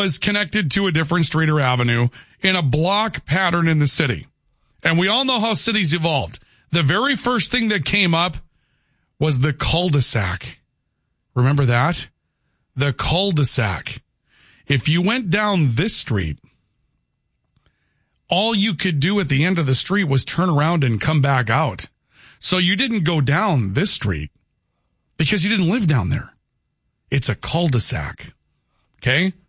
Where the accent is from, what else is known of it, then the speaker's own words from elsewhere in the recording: Valley City, North Dakota, United States; moved away; when I grew up in Valley City, our streets went east-west and our avenues went north